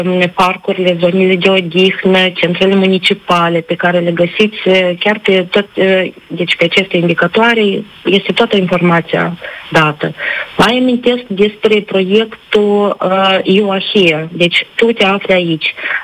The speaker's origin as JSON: {"language": "Romanian", "region": "Chișinău", "country": "Moldova", "said": "În Chișinăul nostru mic, care devine tot mai mare"}